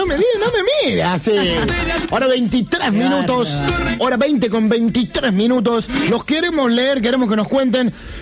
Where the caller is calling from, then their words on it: La Francia, Córdoba, Argentina; Hola, … … de la Francia.